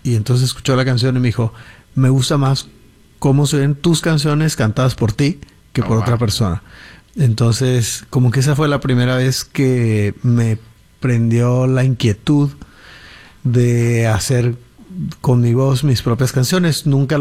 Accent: Guadalajara, Jalisco, Mexico; Vamos, ayer estuvimos más o menos a la misma temperatura en Guadalajara, que es de donde yo soy.

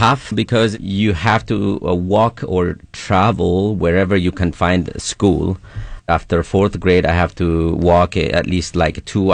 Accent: Sidama, Ethiopia; first language Sidamo; English is a second language; moved away; in Sidaminya, which is my mother tongue language

